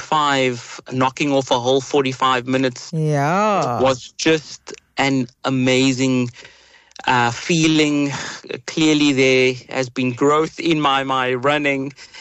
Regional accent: Western Cape, South Africa; But I'm from Bahar on the Cape Flats. And so I think South Africans and Capetonians understand what resilience is about.

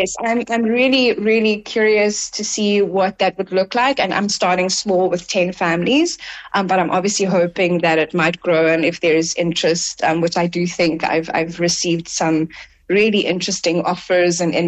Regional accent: Cape Town, Western Cape, South Africa; So I grew up in Roosendaal in Delft. So depending on where you are, on the Cape Flats.

